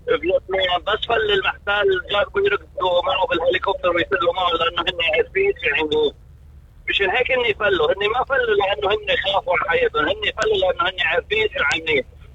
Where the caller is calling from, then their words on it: Lebanon; موضوع المبعدين عندنا بلبنان